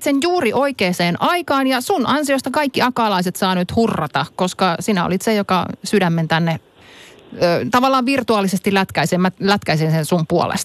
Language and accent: Finnish; Hämeenlinna, Kanta-Häme, Finland; vaikka mä sieltä päin tavallaan oonkin ihan siitä naapurista Hämeenlinnasta